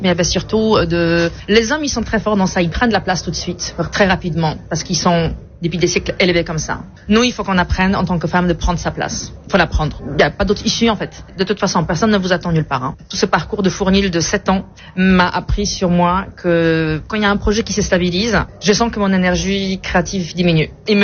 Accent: Warsaw, Masovian Voivodeship, Poland; French is a second language; moved away as an adult; now in France; Déjà, le départ, à l'âge de 27 ans, j'ai quitté Varsovie, mon nid, tout simplement, mon pays.

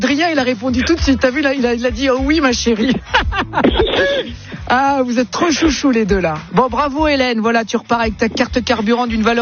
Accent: Italy; mais ça, c'est les Italiens, ça, et je suis italien, moi

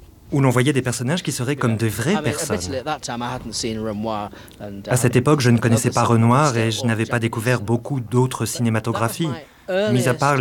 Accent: Manchester, North West England, United Kingdom; Le fait est que j'ai grandi à Manchester, dans les années 50, dans ce nord de l'Angleterre industriel, sale, gris.

